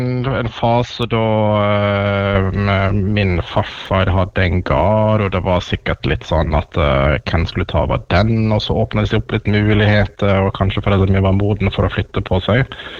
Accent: Syvde, Møre og Romsdal, Norway; also born or lived in Langevåg; now in Sandnes, Norway; Ellers så kom jeg opprinnelig fra Sunnmøre, fra, jeg sier ofte Syvde, selv om jeg hadde noen år I Langevåg først, så det Syvde jeg hatt store deler av min barndom og ungdom.

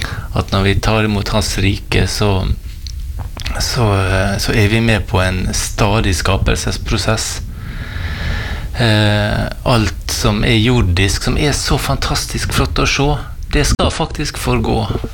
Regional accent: Valderøya, Møre og Romsdal, Norway; Opprinnelig så kommer jeg fra Valdrøya.

